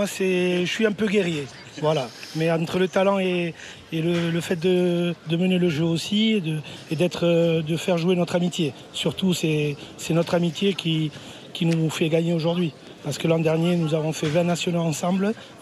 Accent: Nouvelle-Aquitaine, France; De toute façon, on vient des Landes, on va lâcher les vaches.

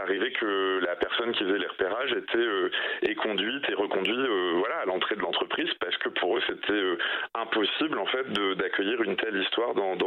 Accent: Normandy, France; now in Paris, France; Et vivant à Paris, parce que j'y vis depuis 10 ans, j'ai quitté la Normandie

